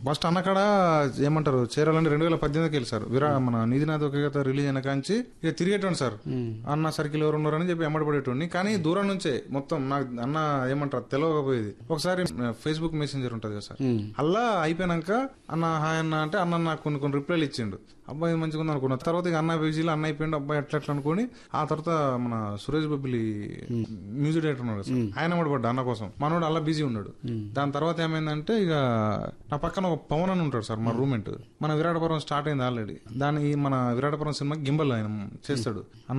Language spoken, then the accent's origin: Telugu; Yellandu, Telangana, India; Yellandu sir.